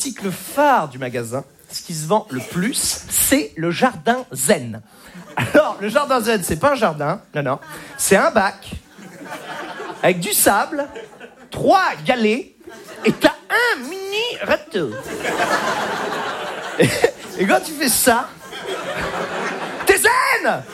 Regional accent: Normandy, France; moved away; Moi, à la base, je viens de Normandie.

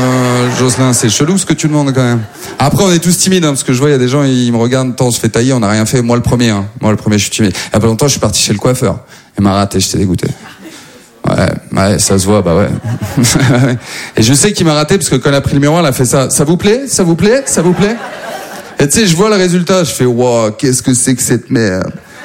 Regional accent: Maubeuge, Hauts-de-France, France; now in Paris, France; moi à la base, en plus je viens pas du tout de Paris, moi je viens de Maubeuge

